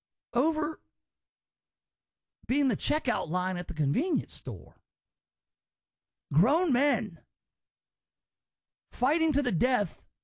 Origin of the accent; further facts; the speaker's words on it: Germantown, Tennessee, United States; growing up in Germantown, Winchester was like your Poplar.